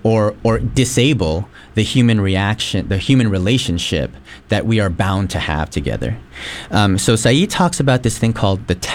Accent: Philippines; I'm Filipino, right? And so I'm Asian

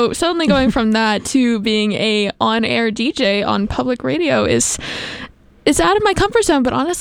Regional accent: Florence, South Carolina, United States; moved away as an adult; I'm about an hour away. I'm from Florence, South Carolina.

